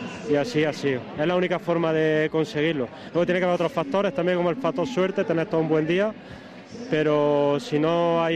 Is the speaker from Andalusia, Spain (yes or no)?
yes; Andalusia, Spain; Somos de Bermá, de un pueblo de la provincia de Jaén.